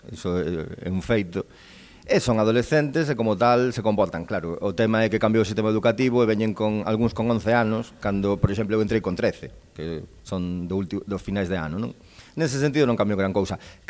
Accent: Canido, Galicia, Spain; Eu, por dicirlo así, son de Canido toda a vida.

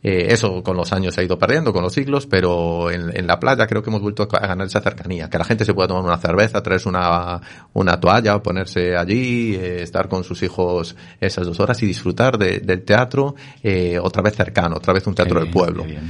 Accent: A Coruña, Galicia, Spain; soy de Monte Alto, muy cerrado, así que la playa de San Amaro para mí es mágica. Es la playa de mi niñez, donde iba de pequeño con mi familia

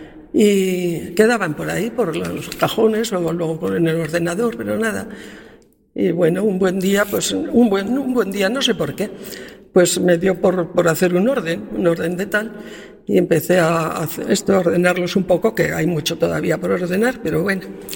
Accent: El Barco de Ávila, Castile and León, Spain; Soy de Barco de Ávila. Además que raramente aparece con el nombre del Tormes. ¿Por qué? Pues porque para nosotros, yo creo que todos los barcenses, ay, no hay otro río, el río, vamos al río, es nuestro río.

